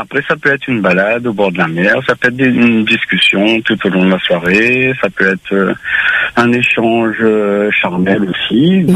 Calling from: Saint-Pierre, Réunion; Je vous appelle de Saint-Pierre, du Sud.

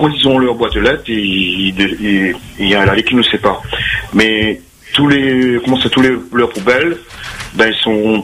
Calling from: Saint-Benoît, Réunion; je suis à Saint-Benoît

